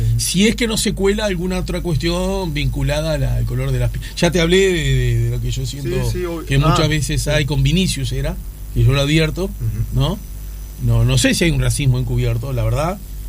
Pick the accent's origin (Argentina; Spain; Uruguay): Uruguay; Es la que más me gusta a mí, la camiseta, porque soy de Uruguay, claro.